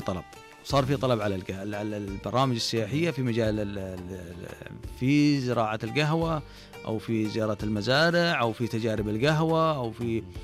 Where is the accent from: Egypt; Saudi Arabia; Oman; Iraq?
Saudi Arabia; البن الموجود عندنا